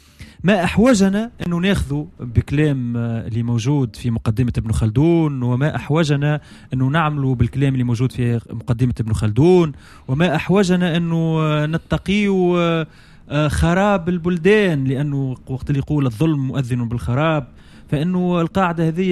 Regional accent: Tunisia

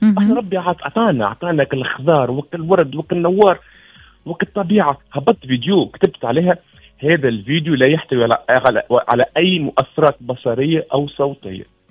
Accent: Tunisia; تشجيعا لما بلادي تونس العزيزه الغاليه شنو عندها من حاجات

